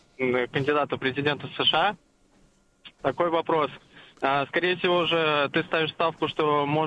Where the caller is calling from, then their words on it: Kazan, Tatarstan, Russia; из Казани.